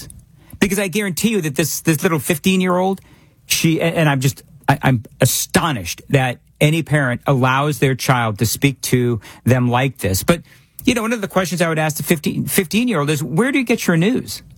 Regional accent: California, United States; I grew up in California. We'd talk about Ronald Reagan and, you know, Republicans and just all the stuff, you know? As a junior high and a high school student.

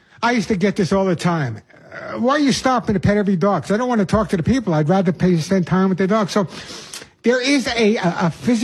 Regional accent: Long Island, New York, United States; I'm a New Yorker. I know I lost my accent. I know it's hard to tell I'm from New York, but I am Long Island.

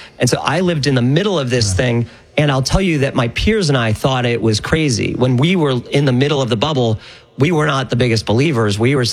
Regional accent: Chicago, Illinois, United States; So, yeah, I grew up in Chicago. I was just your basic pragmatic Chicago liberal.

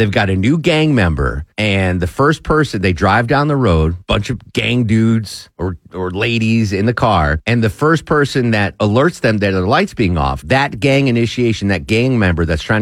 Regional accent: Torrington, Connecticut, United States; So I come from Torrington, Connecticut. It's a small little hamlet. There wasn't much crime. It was just a nice little town. Mill town. Blue collar. You know, it was just a fantastic place to grow up.

